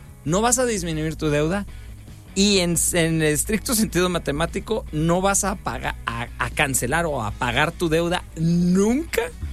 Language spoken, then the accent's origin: Spanish; Guadalajara, Jalisco, Mexico; now in Culiacán, Mexico; Es una de las razones por las que yo me fui a vivir a Culiacán. Yo soy de Guadalajara, pero me fui a Culiacán porque eso, había bonanza